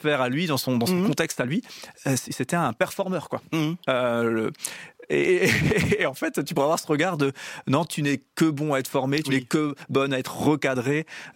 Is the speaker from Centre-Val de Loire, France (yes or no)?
no; Strasbourg, Grand Est, France; Nous, ici, ce studio est à Strasbourg. Moi, je viens de Strasbourg.